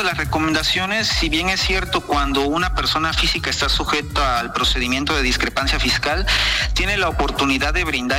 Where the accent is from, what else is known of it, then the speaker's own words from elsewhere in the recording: Mexico; nosotros como mexicanos